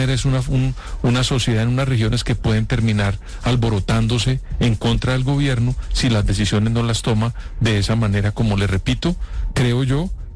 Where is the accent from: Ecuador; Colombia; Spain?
Colombia; Lo que trato de decir es que yo, como colombiano, esperaría que frente al fenómeno del Niño